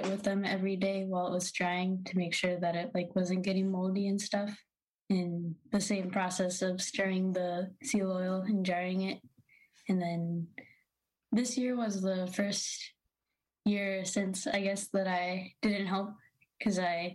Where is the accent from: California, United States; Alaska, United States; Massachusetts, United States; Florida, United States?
Alaska, United States; Kotzebue; also born or lived in Nome / Washington; So I grew up in Kotzebue and Nome and lived in Washington for a little bit.